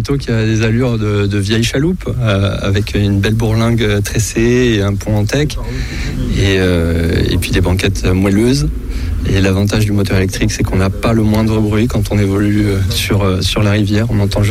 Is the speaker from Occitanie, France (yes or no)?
yes; Toulouse, Occitanie, France; also born or lived in Île-de-France; now in Montauban, France